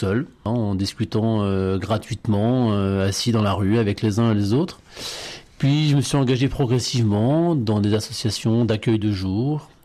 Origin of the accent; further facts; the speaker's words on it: Blois, Centre-Val de Loire, France; moved away as an adult; also born or lived in Bayeux, Normandy; now in Saintes, France; Alors je suis normand, je suis né dans le Calvados à Bayeux. Je suis fils unique, j'ai vécu une grande partie de mon enfance et de mon adolescence à Blois, dans une famille catholique et pratiquante.